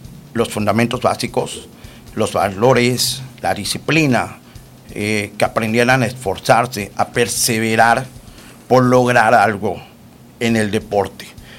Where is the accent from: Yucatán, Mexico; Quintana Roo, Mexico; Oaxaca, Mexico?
Quintana Roo, Mexico; Chetumal; moved away as an adult; also born or lived in Mexico City; ya yo estaba cansado de vivir en la Ciudad de México y decido regresar a mi ciudad natal para aportar algo de todo lo que yo aprendí en el básquetbol en la Ciudad de México. Aportar, ese es mi objetivo, eso es la chispa que me hace regresar a Chetumal.